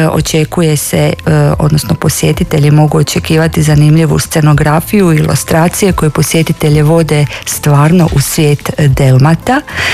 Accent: Dalmatia, Croatia; ja se osjećam kao Dalmatinka, a samo ime potječe od njih, tako da možemo reći da smo i Dalmatice

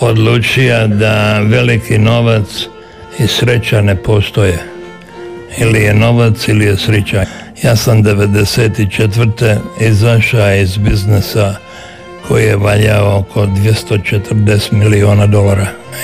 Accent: Trogir, Split-Dalmatia County, Croatia; moved away as an adult; now in New Zealand; I meni bi se rugali u Trogir kad sam bio onom momčić. Oni bi rekli, mi od težaka, di ćeš? A ja govorim, ja ću naći moj put. I sad nema me ovdje, možda zadnji put, da vidim moj rodni kraj.

